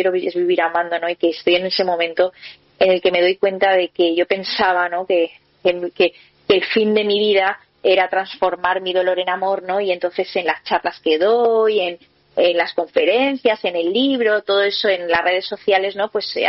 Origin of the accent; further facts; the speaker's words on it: Valencia, Valencian Community, Spain; pues en un encuentro que yo tenía en Madrid, yo soy de Valencia, y me fui a Madrid